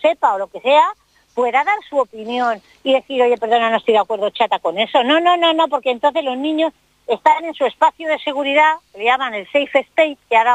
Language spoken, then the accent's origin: Spanish; Spain